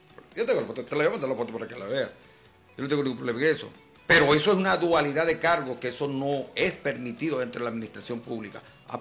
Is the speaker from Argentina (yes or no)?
no; Anzoátegui, Venezuela; moved away as an adult; now in Puerto La Cruz, Venezuela; yo soy hijo de este pueblo